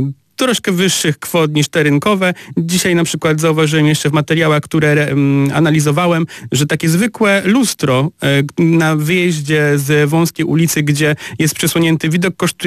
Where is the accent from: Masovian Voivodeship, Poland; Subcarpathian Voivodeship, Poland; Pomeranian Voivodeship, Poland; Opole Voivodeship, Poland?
Opole Voivodeship, Poland; Opole; no są takie też pozytywne przykłady w ramach tego. No, ogromnym pozytywem jest to, co się zdarzyło u nas w Opolu